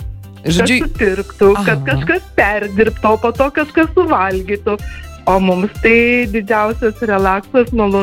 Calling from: Varėna district, Alytus County, Lithuania; Dzūkijai pati gyvenu 10 metų su trupučiu

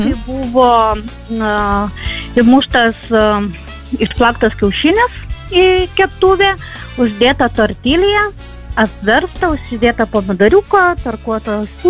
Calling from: Panevėžys County, Lithuania; Iš Panevėžio rajono.

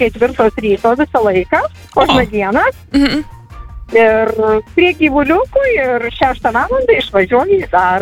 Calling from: Jurbarkas, Tauragė County, Lithuania; Iš Jurbarko.

